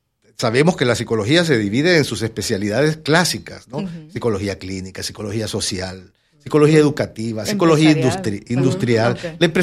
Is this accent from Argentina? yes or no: no; El Salvador; moved away as an adult; now in Panama; Después de graduarme de la escuela secundaria en mi país, El Salvador